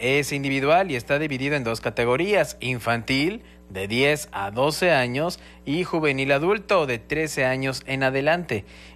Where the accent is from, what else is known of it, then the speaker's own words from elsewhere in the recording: Mexico City, Mexico; now in Campeche, Mexico; soy de chilango a mucha honra, pero mijo, tengo más de 20 y tantos años viviendo aquí.